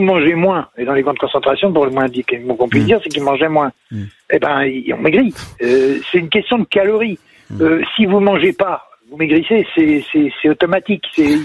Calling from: Rougé, Pays de la Loire, France; Je suis à Rouget. J'ai déménagé, mais je suis toujours à Rouget. En Loire-Atlantique.

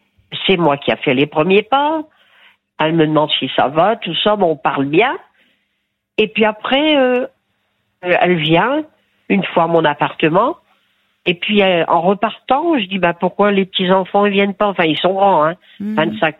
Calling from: Béthune, Hauts-de-France, France; ils étaient au lycée derrière chez moi à Béthune

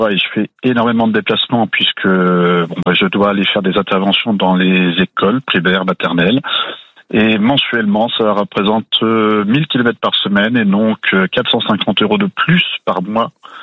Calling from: Château-Gontier, Pays de la Loire, France; Château-Gontier.

